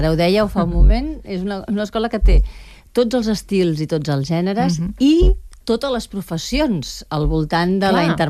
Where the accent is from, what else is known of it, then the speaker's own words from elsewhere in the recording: Barcelona, Catalonia, Spain; jo soc de Nou Barris